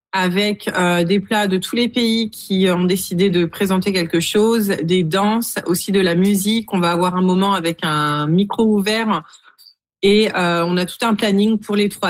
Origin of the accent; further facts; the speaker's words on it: France; accent: French; Et en fait, j'ai un accent français très fort, comme on dit, à couper au couteau.